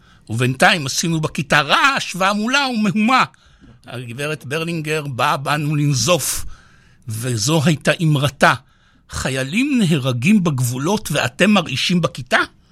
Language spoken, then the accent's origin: Hebrew; Haifa, Haifa District, Israel; born there; also born or lived in Ramat Gan; אני יליד ותושב חיפה, חזרתי אל חיפה אחרי שנים שלא הייתי שם, אפילו הייתי תקופה מסוימת פה ברמת גן בגלות